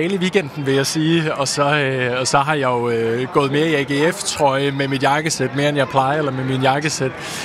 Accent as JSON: {"language": "Danish", "town": "Aarhus", "region": "Central Denmark Region", "country": "Denmark", "tie": "born or raised there", "said": "Jeg er jo født og opvokset her i Aarhus, og jeg har ikke oplevet selv et mesterskab før"}